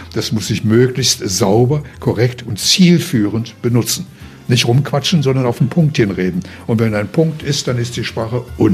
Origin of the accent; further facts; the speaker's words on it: Harz, Germany; Ich bin im Harz aufgewachsen